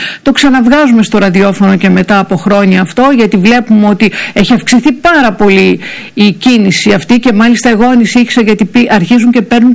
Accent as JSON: {"language": "Greek", "town": "Soufli", "region": "East Macedonia and Thrace", "country": "Greece", "tie": "born or raised there", "said": "Το τρένο που υπήρχε στην πατρίδα μας, στην ιδιαίτερη πατρίδα μου, εδώ και πάρα πολλά χρόνια"}